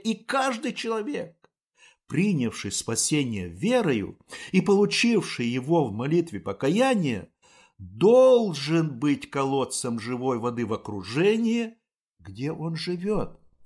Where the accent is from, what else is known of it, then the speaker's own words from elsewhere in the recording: Kazakhstan; Я родился и вырос в Казахстане, в селении, где во время гражданской войны происходила война между правительственными войсками и с местными повстанцами.